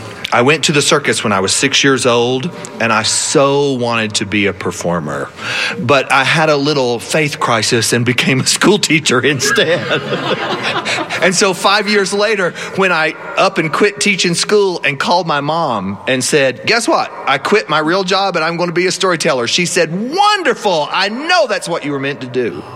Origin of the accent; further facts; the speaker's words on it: South Carolina, United States; I'm from South Carolina. We have alligator where I live.